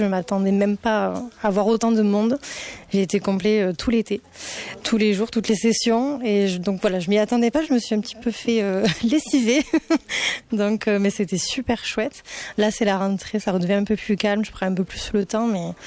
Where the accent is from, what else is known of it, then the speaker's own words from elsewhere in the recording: Argelès-Gazost, Occitanie, France; moi, déjà, personnellement, j'habite pas loin. Enfin, je suis d'Argelès.